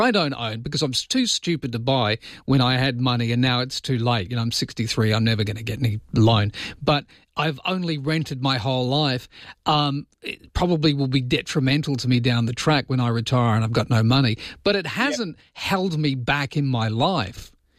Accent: England, United Kingdom; now in Australia; Australia, obviously, because I live here and I love it. But it doesn't mean that I'm not English anymore.

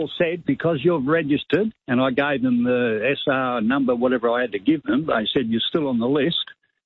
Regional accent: Mildura, Victoria, Australia; Mate, I'm from Mildura.

